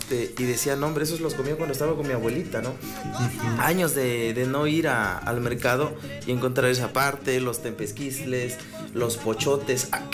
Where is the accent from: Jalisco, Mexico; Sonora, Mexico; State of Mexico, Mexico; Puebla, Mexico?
Puebla, Mexico; San Gabriel Chilac; born there